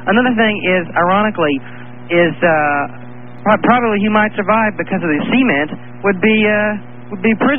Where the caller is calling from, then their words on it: San Diego, California, United States; I'm in San Diego.